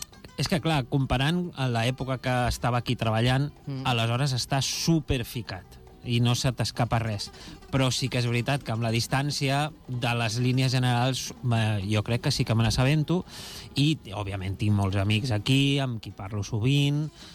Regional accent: Badalona, Catalonia, Spain; moved away; Jo vivia a Llefià, la meva mare viu encara a Llefià, i quan vinc aquí a Badalona sóc de Llefià.

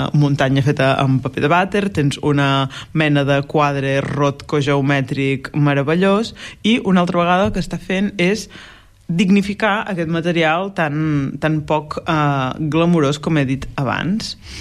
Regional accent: Blancafort, Catalonia, Spain; Tu ja saps que jo soc de Blancafort … modista de Blancafortina, poble de 400 habitants, al Conca de Barberà.

